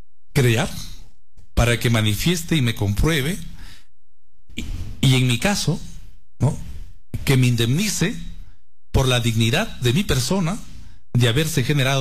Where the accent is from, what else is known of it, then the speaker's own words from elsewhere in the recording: San Pablo, Cajamarca, Peru; also born or lived in San Bernardino; yo me he criado en San Pablo. Si bien es cierto, nací en San Bernardino, en Gigante, ¿no?, pero mi colegio y mi instituto superior pedagógico lo he vivido en San Pablo.